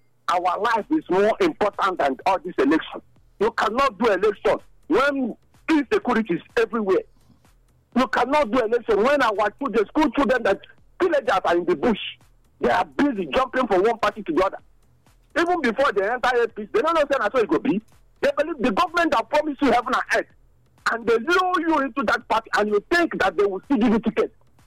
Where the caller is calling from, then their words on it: Benin City, Edo, Nigeria; I'm calling from Benin.